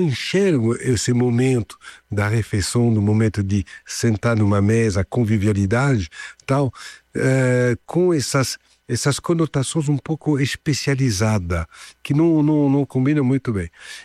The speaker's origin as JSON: {"language": "Portuguese", "country": "France", "moved": "yes", "lives_now": "Brazil", "said": "Eu cheguei 46 anos atrás aqui, francês. De 30 anos para cá, mudou tudo. Eu sou brasileiro de origem francesa."}